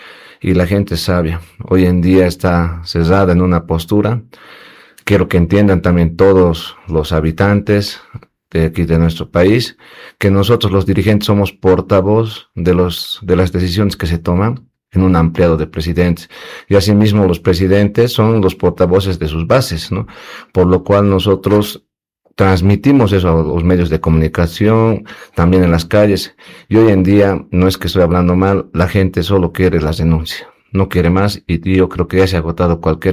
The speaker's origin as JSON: {"language": "Spanish", "country": "Bolivia", "said": "nosotros como bolivianos"}